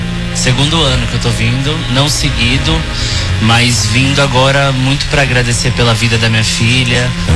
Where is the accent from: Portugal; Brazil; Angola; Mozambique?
Brazil; São Paulo; São Paulo, Zona Norte.